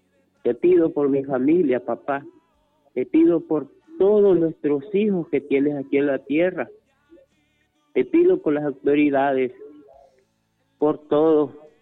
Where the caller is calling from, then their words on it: Choluteca, Honduras; Le llamamos de Choluteca, Barrio La Ceiba